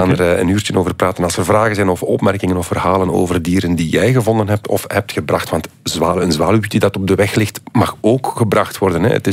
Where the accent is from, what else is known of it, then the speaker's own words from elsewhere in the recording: Zwijndrecht, Flanders, Belgium; Ik ben van Zwijndrecht, we zijn nog altijd aan het zoeken naar de naam.